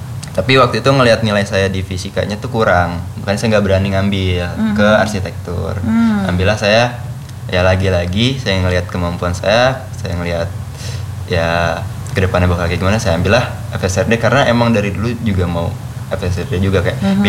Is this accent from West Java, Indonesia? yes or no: yes; Bogor, West Java, Indonesia; moved away as an adult; also born or lived in Jakarta; now in Bandung, Indonesia; Besarnya di Bogor